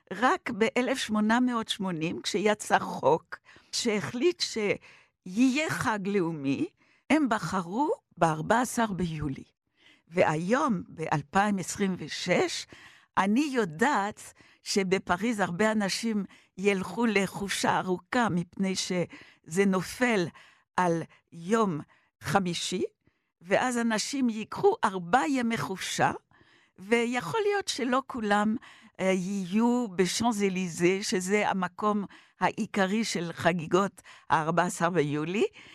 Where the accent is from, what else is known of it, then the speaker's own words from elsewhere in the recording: Paris, Île-de-France, France; אני צרפתיה בין צרפתים. יהודיה בוודאי, דתיה אגב. אני נולדתי בפריז למזלי, אני מאוהבת בפריז.